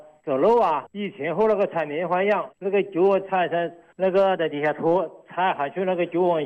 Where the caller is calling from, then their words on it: Linxiang, Hunan, China; 湖南岳阳临湘市。